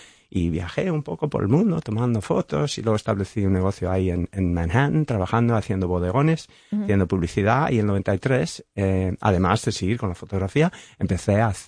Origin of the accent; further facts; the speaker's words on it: Madrid, Community of Madrid, Spain; born there; moved away; Nací en Madrid, pero ajá, en 1967, ya, son unos cuantos añitos, ya. Vine aquí a Norteamérica.